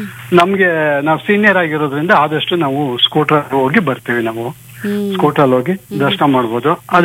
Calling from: Mysuru, Karnataka, India; Mysuru Vidyaranyapuram

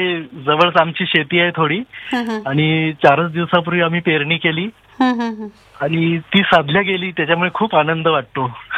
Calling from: Pandharkawada, Maharashtra, India; पांढरकवडा जिल्हा यवतमाळ. आदिवासी भाग आहे

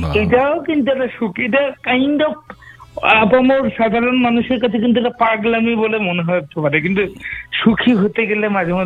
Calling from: Malda, West Bengal, India; মালদা থেকে।

